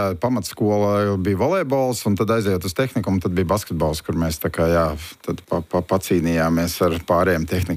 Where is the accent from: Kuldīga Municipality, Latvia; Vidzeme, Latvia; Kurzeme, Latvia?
Kuldīga Municipality, Latvia; Kuldīga; also born or lived in Snēpele; Es esmu Kuldīgā uzaudzis, jā. Tā vecā tev mājas ir Snēpelē, un mans tēts ir nācis no Snēpeles, bet pats tā kā vairāk es esmu uzaudzis Kuldīgā.